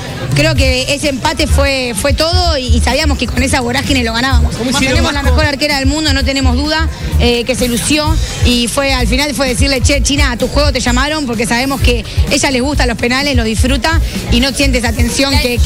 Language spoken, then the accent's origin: Spanish; Argentina; sabemos que somos como argentinas